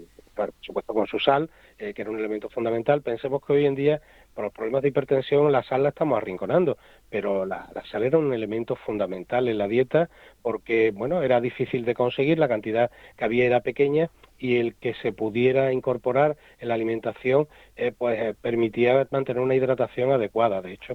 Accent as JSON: {"language": "Spanish", "town": "Córdoba", "region": "Andalusia", "country": "Spain"}